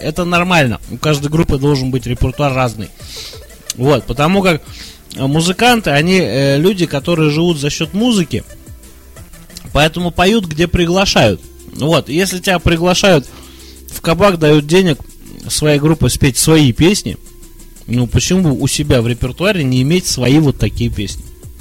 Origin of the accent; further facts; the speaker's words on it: Tula, Tula Oblast, Russia; also born or lived in United States; Я туляк-то такой, коренной, слишком коренной. То есть я при корнях родился и уехал нахрен. Вот, а когда стало плохо в Америке, вернулся в Тулу.